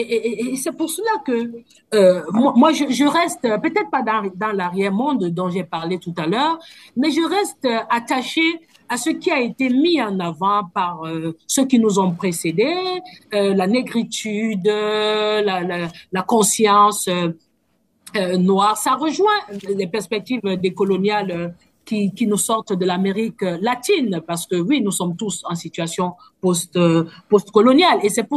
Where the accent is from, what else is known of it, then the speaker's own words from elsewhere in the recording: Cameroon; J'ai été dans le bureau de ce qu'on appelle chez nous au Cameroun le Bensinet, c'est-à-dire le bureau exécutif national du syndicat des enseignants du supérieur.